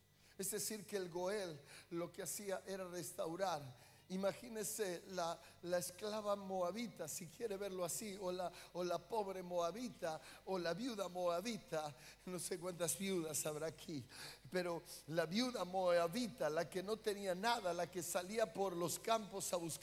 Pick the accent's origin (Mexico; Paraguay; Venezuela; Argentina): Argentina; born there; no soy solo nacido en Argentina biológicamente.